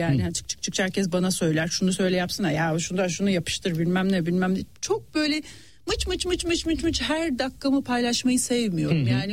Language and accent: Turkish; Beşiktaş, Istanbul, Turkey; Doğum büyümü Beşiktaşlıyım.